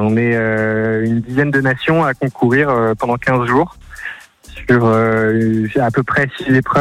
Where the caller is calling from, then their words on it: Tours, Centre-Val de Loire, France; moi j'habite à Tours